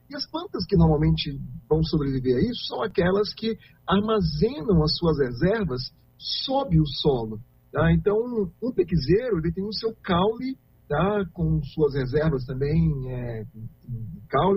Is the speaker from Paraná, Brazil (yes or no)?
no; Uberlândia, Minas Gerais, Brazil; born there; moved away as an adult; also born or lived in Tocantins; now in Botucatu, Brazil; eu cresci em áreas de Cerrado, mas associadas ao Brasil Central. Então, eu vivi parte da minha infância no Tocantins, depois cresci em Uberlândia. Todas essas áreas são áreas de Cerrado